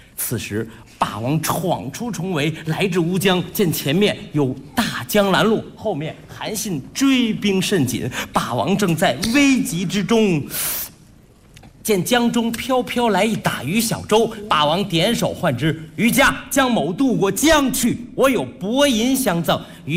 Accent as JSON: {"language": "Chinese", "region": "Beijing", "country": "China", "accent": "Beijing dialect", "said": "用我们北京话"}